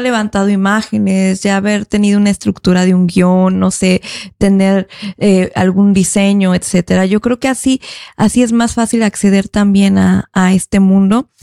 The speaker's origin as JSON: {"language": "Spanish", "region": "Mexico City", "country": "Mexico", "said": "Y yo vengo de Ciudad de México y Ciudad de México es una ciudad súper abierta y vengo justo de esa área de medios, de artistas, etcétera, de la cultura."}